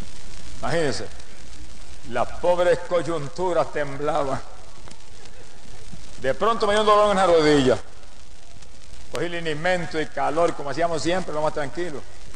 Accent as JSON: {"language": "Spanish", "town": "Camuy", "country": "Puerto Rico"}